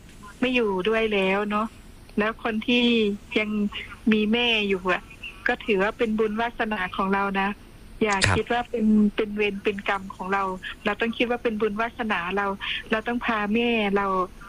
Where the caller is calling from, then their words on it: Sisaket, Thailand; โทรมาจากจังหวัดศรีสะเกษ